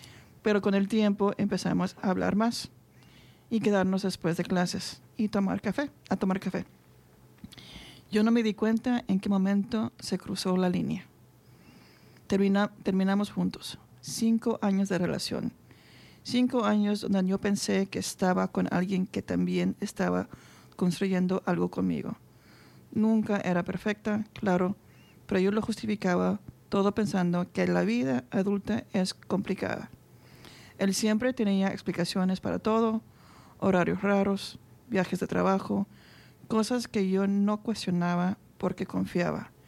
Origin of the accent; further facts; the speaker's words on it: Bolivia; moved away as an adult; now in Australia; Yo soy boliviana y llegué a Australia buscando empezar de nuevo, estudiar inglés y armarme una vida tranquila.